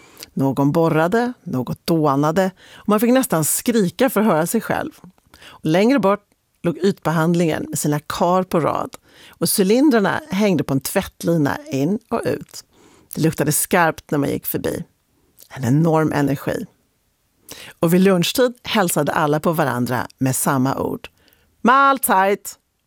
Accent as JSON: {"language": "Swedish", "country": "Sweden", "also_born_or_lived": "Berlin, Germany", "moved": "as an adult", "said": "Jag var svensk, under 30, utan industriell erfarenhet och kvinna."}